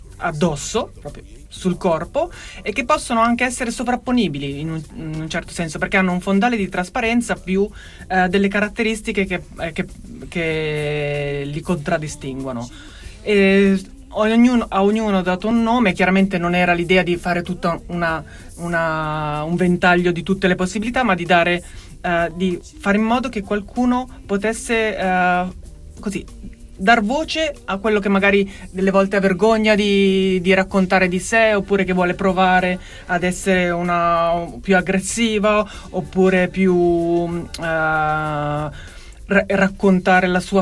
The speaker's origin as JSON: {"language": "Italian", "town": "Rome", "region": "Lazio", "country": "Italy", "said": "Io sono di Roma."}